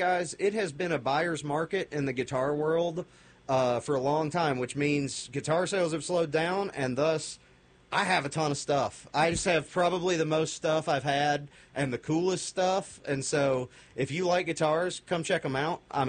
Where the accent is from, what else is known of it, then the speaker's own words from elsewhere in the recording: Kentucky, United States; I'm a kid of the 90s and the 2000s. You know, I grew up in that era. And when I was a kid growing up in Western Kentucky